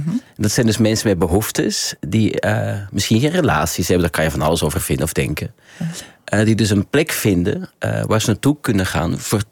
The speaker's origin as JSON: {"language": "Dutch", "country": "Belgium", "tie": "born there", "also_born_or_lived": "Amsterdam", "moved": "as an adult", "said": "Nee, ik was 19. Ik kwam van een boerengehucht uit België. Ik kwam in Amsterdam terecht. Ik ging hier studeren, in Nederland."}